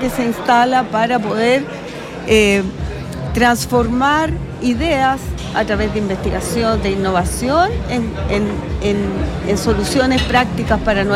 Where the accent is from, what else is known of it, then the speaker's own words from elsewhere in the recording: Iquique, Tarapacá, Chile; Los que somos tarapaqueños, iquiqueños de corazón